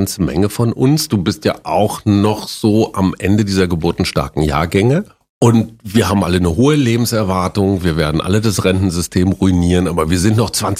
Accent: Münster, North Rhine-Westphalia, Germany; Die städtischen Bühnen in Münster, meiner Heimatstadt in Westfalen, lagen direkt gegenüber vom Verlagsgebäude der Münsterschen Zeitung.

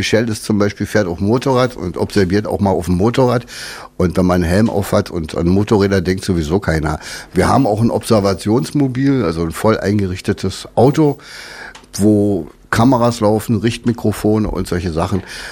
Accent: Berlin, Germany; Also ich bin in Berlin aufgewachsen, habe eine Lehre als Krankenpfleger gemacht

